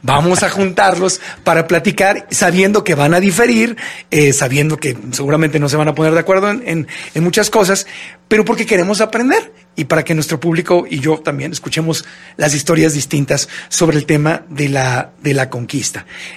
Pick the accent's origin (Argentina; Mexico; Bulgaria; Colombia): Mexico; los mexicanos pues no somos ni españoles ni indígenas. Algunos serán 100% indígenas o 100% españoles, pero la inmensa mayoría somos una mezcla, somos mestizos, somos una mezcla de los dos.